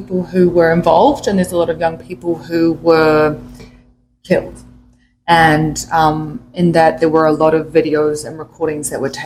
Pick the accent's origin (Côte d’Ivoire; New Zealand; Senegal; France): New Zealand; French is a second language; On vient de Nouvelle-Zélande, Aotearoa